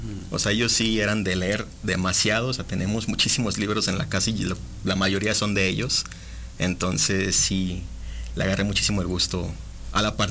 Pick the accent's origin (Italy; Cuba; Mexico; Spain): Mexico; Aguascalientes; soy de Aguascalientes.